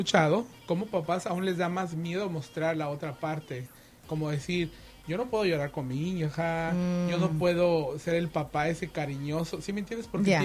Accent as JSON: {"language": "Spanish", "country": "Mexico", "said": "Cuando, y yo soy de México, entonces cuando hay veces que los papás te dicen, aguántese, mijo, aguántese y hasta que no."}